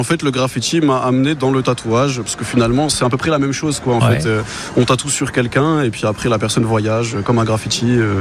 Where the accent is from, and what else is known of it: Metz, Grand Est, France